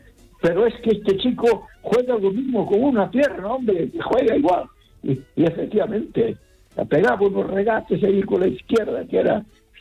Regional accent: Ourense, Galicia, Spain; now in Barcelona, Spain; No, vale. No. Yo vivo en Barcelona, pero soy de Ourense.

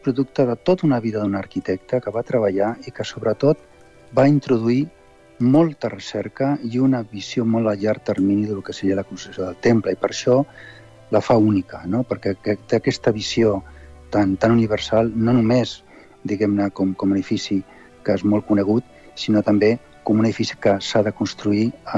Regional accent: Barcelona, Catalonia, Spain; En tots, com a barceloní i, evidentment, com a membre del patronat, que estem molt a prop.

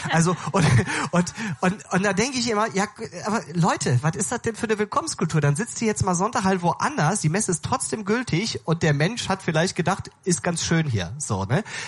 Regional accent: Rhineland, Germany; bei uns im Rheinland ist das ja schon noch so, da hat schon jede Familie in den kleinen Vororten, die haben ihren Platz und da sitzen die immer

